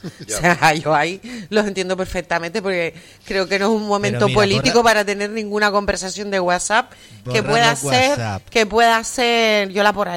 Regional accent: Canary Islands, Spain; Yo soy aldeano, gran canario y canario. Coño, viva Canarias.

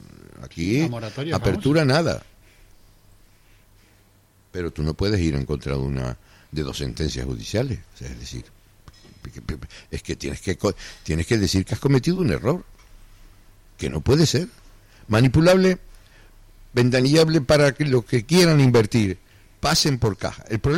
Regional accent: Canary Islands, Spain; accent: Canarian; Ya no tenemos que avergonzarnos de nuestro acento, sino todo lo contrario, está de moda y por lo tanto vamos a comernos el mundo desde Canarias.

